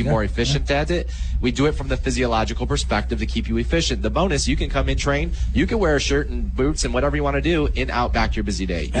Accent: Toledo, Ohio, United States; I grew up in Toledo, right on the border of Ohio State and Michigan. It was 45 minutes up to Ann Arbor

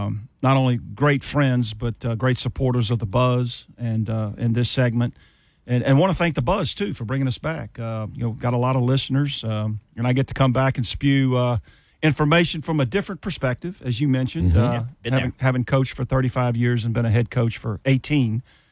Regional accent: Baton Rouge, Louisiana, United States; And I'm from Baton Rouge, you know. grew up in Baton Rouge, grew up a Tiger fan.

